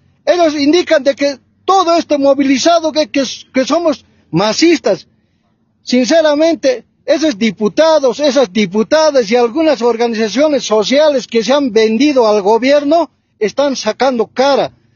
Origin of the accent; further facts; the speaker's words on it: Bolivia; nosotros, como bolivianos, como indígenas originarios